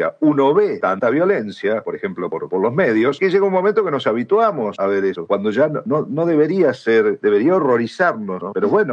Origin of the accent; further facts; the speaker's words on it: Argentina; Pero bueno, Medellín, soy argentino, así que … también tengo ahí mi corazoncito.